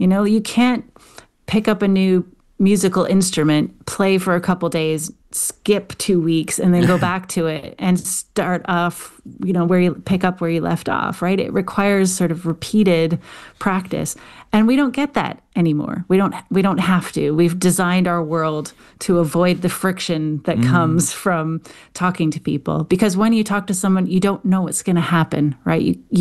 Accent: Canada; accent: Canadian; just with my funny Canadian accent.

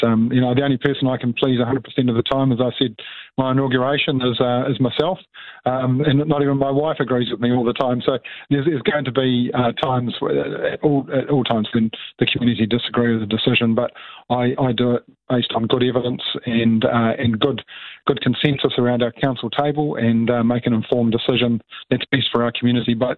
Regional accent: Whanganui, Manawatū-Whanganui, New Zealand; I've never been in local government before, but I was born here in Whanganui. The day Neil Armstrong walked on the moon, actually, brought up on a hill country farm.

